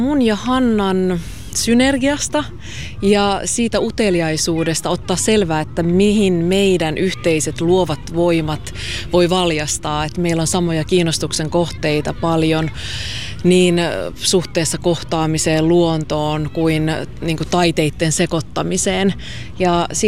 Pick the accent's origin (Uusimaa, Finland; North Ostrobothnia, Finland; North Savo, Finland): North Ostrobothnia, Finland; Oulu; Täällä on tullut monet uinnit uitua lapsena ja Oulussa on asunut tuossa teini-iässä.